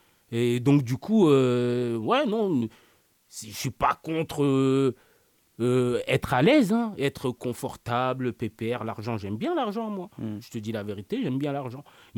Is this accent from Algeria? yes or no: no; France; born there; je suis né en France, je me sens français.